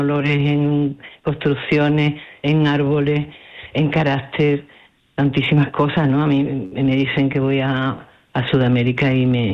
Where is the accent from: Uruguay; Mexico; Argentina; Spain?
Spain; Andalusia; siempre que dices yo soy andaluza, se recibe con una sonrisa y una buena cara